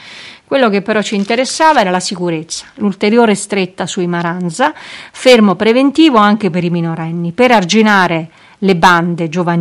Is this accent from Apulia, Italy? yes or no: no; Milan, Lombardy, Italy; born there; nella Milano di quando io ero ragazzina, bambina, nei primi anni Ottanta